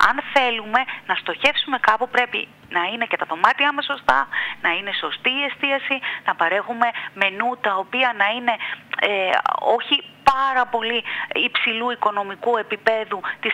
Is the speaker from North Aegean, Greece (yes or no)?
yes; Samos, North Aegean, Greece; Και δεν είναι μόνο το ότι εγώ είμαι σαμιώτης κατ' εφημισμό.